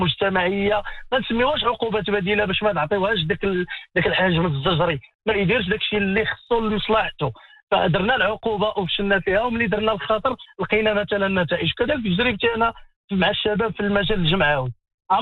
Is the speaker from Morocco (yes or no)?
yes; Morocco; عندنا في المغرب